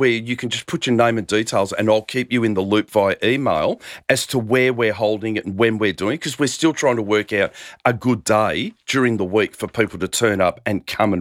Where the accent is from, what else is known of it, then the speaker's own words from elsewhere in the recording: Foster, Victoria, Australia; They're down in Forster. I grew up in Forster.